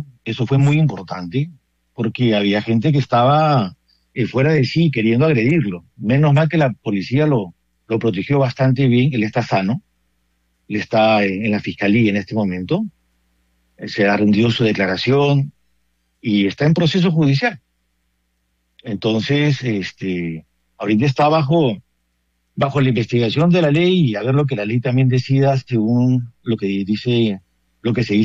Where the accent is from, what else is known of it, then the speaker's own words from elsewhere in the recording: Colombia; Yo soy colombiano, padre, de corazón. Soy sacerdote diocesano.